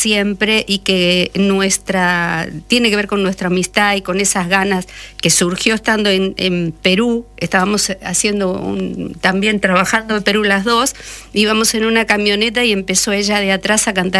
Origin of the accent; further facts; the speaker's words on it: Spain; Soy española.